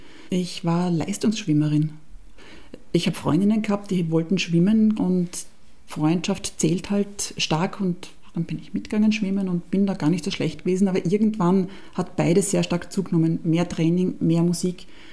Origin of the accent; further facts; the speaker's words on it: Judenburg, Styria, Austria; Ich bin in Judenburg auf die Welt gekommen und groß geworden.